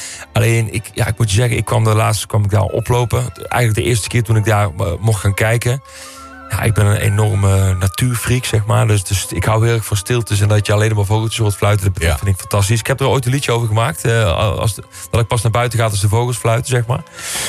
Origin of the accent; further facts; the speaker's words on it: Oss, North Brabant, Netherlands; Dicht in de buurt van waar ik vandaan kom. Ik kom uit Os, dus een half uurtje rijden.